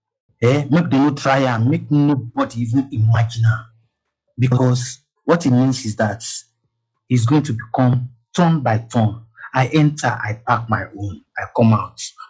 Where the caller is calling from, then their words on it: Abuja, Federal Capital Territory, Nigeria; I'm calling from Abuja.